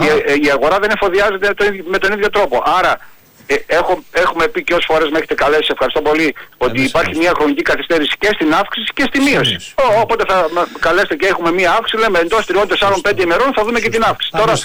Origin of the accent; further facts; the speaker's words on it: Greece; Εγώ μεγάλωσα στον Κυρκύρη. Ξέρω τι σημαίνει θάλασσα. Πολλά χρόνια ήμουν στον Κυρκύρη